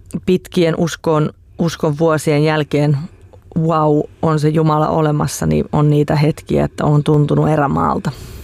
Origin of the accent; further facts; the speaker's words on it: Vantaa, Uusimaa, Finland; born there; mä oon syntynyt Hakunilassa